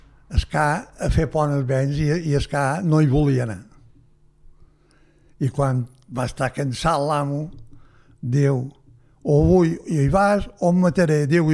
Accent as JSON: {"language": "Catalan", "town": "Ferreries", "region": "Balearic Islands", "country": "Spain", "tie": "born there", "said": "Jo vaig néixer a Tira-sec, el terme de Ferreries."}